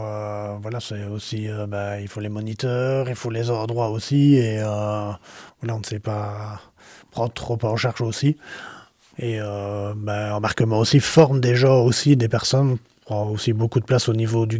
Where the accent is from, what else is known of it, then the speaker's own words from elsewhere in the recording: Liège, Wallonia, Belgium; en tant que liégeois